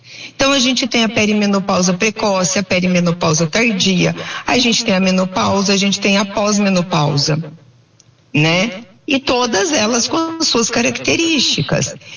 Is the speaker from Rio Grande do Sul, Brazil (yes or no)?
no; São Sebastião do Paraíso, Minas Gerais, Brazil; Eu sou de São Sebastião do Paraíso também.